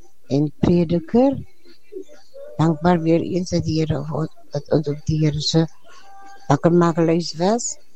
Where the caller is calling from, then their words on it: Dysselsdorp, Western Cape, South Africa; van Dijsselsdorp